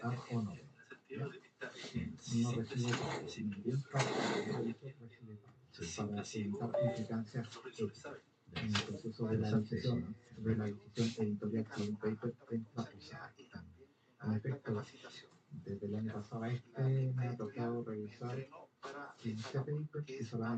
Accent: Chile; si yo vengo de Chile

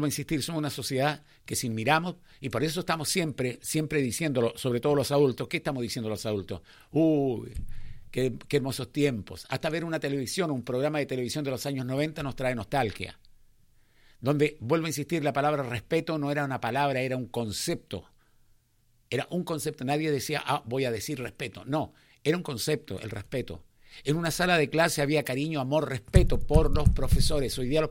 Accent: Chile; todos somos chilenos, bueno, sí, la mayoría somos todos chilenos

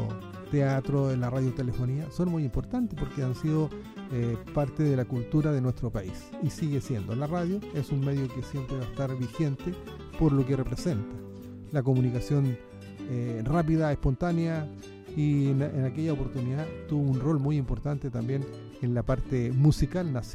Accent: Chile; nosotros los chilenos, somos un país sísmico

